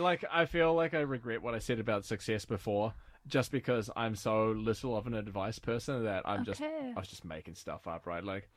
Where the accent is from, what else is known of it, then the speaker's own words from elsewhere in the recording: New Zealand; moved away as an adult; now in Sweden; I come from New Zealand